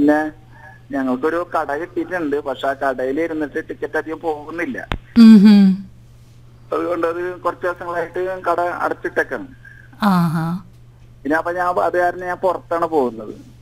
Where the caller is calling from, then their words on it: Thrissur, Kerala, India; ശങ്കരകണ്ഠമ്പലം.